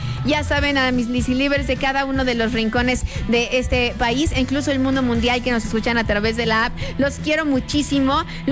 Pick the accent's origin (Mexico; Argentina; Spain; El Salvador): Mexico; Entonces seamos así de increíbles y apasionados como somos mexicanos para celebrar.